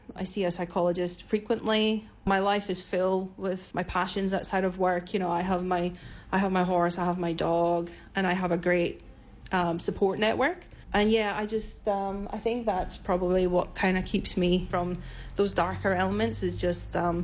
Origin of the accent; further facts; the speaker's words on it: Scotland, United Kingdom; moved away as an adult; now in Queensland, Australia; So I'm Scottish. I moved to Queensland in 2010. And while I've been in Queensland, I've been kind of all around the state.